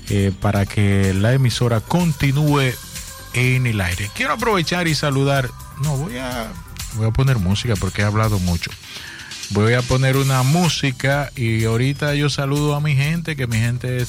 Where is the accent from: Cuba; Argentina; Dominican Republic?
Dominican Republic; Higüey, La Altagracia; Yo soy de Santana, de Higüey. Ahí donde se hace una longaniza buenísima.